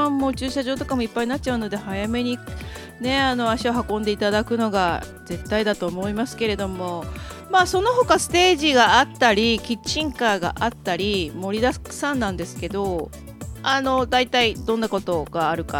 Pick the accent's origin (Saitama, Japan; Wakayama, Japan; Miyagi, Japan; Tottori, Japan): Tottori, Japan; Yonago; 私たち米子市民というかはこの鳥取県西部の人